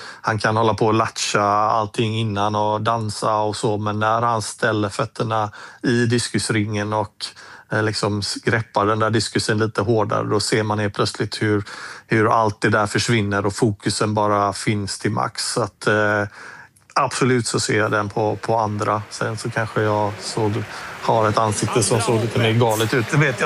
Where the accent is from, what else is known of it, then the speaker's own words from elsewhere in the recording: Gothenburg, Västra Götaland County, Sweden; för mig var det ju hemmaplan gånger 2 i och med att jag kommer från Göteborg och alla Göteborgsklubbar runt omkring där med min hemmaklubb som var Örgryte IS.